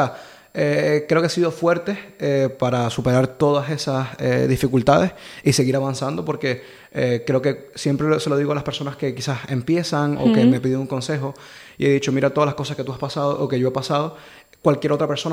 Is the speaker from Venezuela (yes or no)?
yes; Venezuela; now in Gran Canaria, Spain; soy venezolano, pero ya siento que soy parte también de las Islas Canarias.